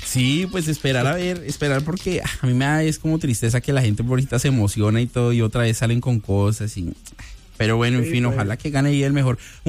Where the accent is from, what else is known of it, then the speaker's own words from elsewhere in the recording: Colombia; soy colombiano